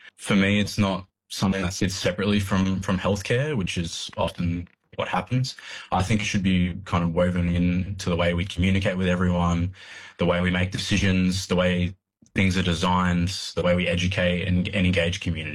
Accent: New South Wales, Australia; I'm a proud Wiradjuri man with family connections to the Cowra and Cootamundra regions of New South Wales.

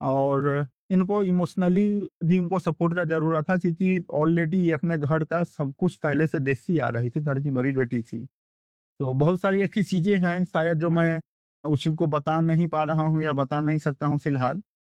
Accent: Mehsi, Bihar, India; moved away as an adult; और बेसिकली मैं बिहार का रहने वाला हूँ, बिहार के मोतिहारी डिस्ट्रिक्ट है, मोतिहारी में मेहसी मेरा गाँव है, वहाँ से मैं रहने वाला हूँ।

